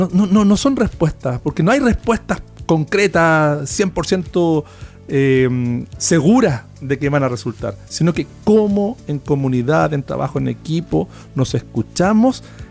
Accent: Santa Cruz, O'Higgins, Chile; Yo amo mi tierra, amo Colchagua, amo Santa Cruz

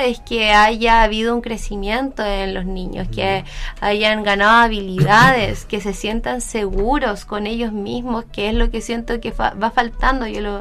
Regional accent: Antofagasta, Chile; moved away; Yo soy antofagastina.

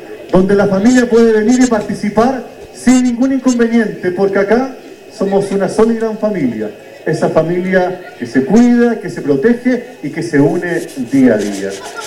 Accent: Chile; El chileno soy yo.

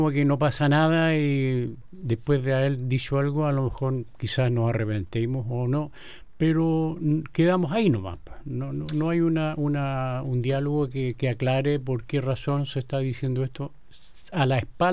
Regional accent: Chile

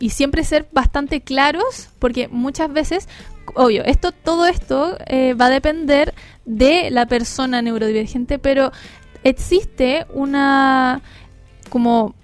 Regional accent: Chile; como somos los chilenos

